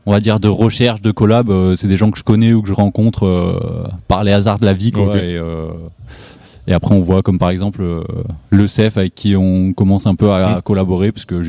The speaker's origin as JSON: {"language": "French", "region": "Auvergne-Rhône-Alpes", "country": "France", "moved": "yes", "lives_now": "Valence, France", "said": "Moi j'habite à Valence et sinon à la base je viens de Soue à côté de Cré"}